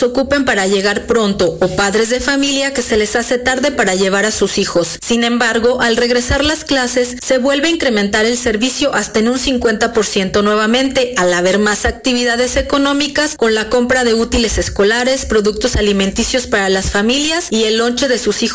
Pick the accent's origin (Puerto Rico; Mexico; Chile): Mexico; además de tener una gran magia y sentirnos orgullosos como mexicanas y mexicanos